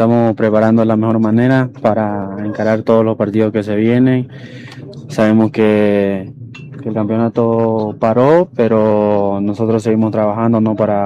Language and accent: Spanish; Cobija, Pando, Bolivia; born there; Yo nací en Pando, Cobija.